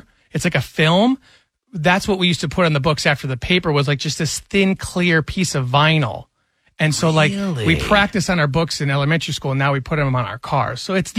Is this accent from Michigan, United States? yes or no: yes; Michigan, United States; I grew up in Michigan.